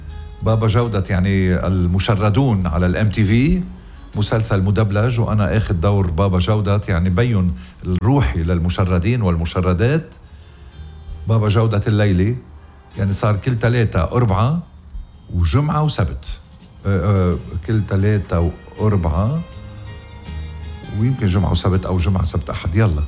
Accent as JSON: {"language": "Arabic", "town": "Ghazir", "region": "Keserwan-Jbeil", "country": "Lebanon", "tie": "born or raised there", "said": "غزير وضيعتي الحلوة ومسخة رأسي والمكان الذي سأدفن فيه."}